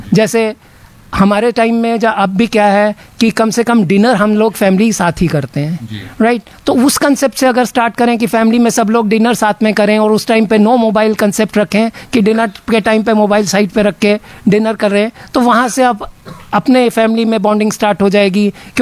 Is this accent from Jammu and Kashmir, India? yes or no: yes; Jammu, Jammu and Kashmir, India; जैसे मैं जम्मू से हूँ तो हम जम्मू वापस गए.